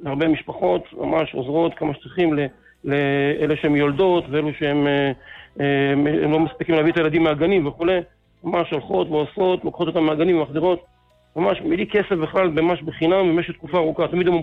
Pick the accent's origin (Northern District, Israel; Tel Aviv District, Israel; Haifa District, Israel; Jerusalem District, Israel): Jerusalem District, Israel; Jerusalem